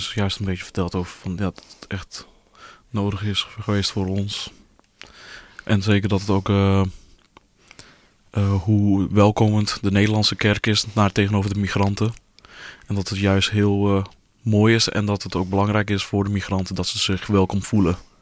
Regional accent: Amsterdam, North Holland, Netherlands; Ik kom ook uit de Zuidoost.

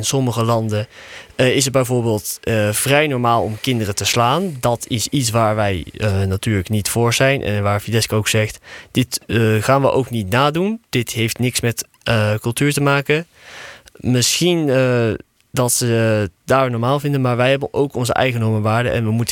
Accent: Netherlands; Dus als ik daar zeg, ik ben Nederlander, zeg ik Mimini Mholanzi.

